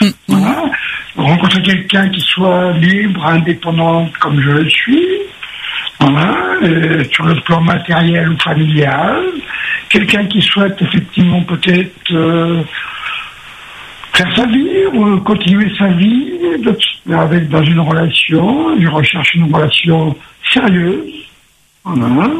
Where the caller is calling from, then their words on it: Nouvelle-Aquitaine, France; j'habite donc à Métropole, j'habite en Gironde, voilà. Je suis à la retraite depuis 18 ans